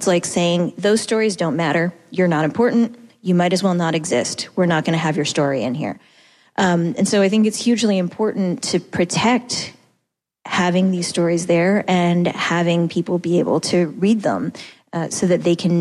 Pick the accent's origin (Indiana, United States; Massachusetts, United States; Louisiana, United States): Massachusetts, United States; Boston